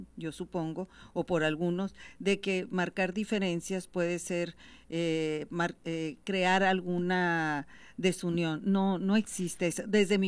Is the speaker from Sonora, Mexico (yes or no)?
yes; Hermosillo, Sonora, Mexico; Nací en Hermosillo, fui presidenta municipal, estudié aquí, he sido diputada local aquí.